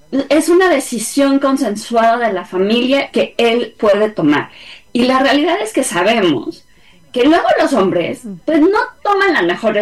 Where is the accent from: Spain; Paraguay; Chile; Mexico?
Mexico; a mí, como mexicana, me pareció un cierre muy coherente.